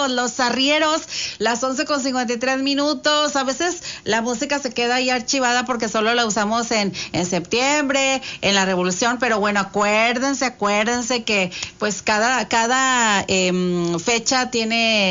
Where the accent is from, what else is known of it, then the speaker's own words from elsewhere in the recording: Mexico; hay que celebrar con mucho gusto que somos mexicanos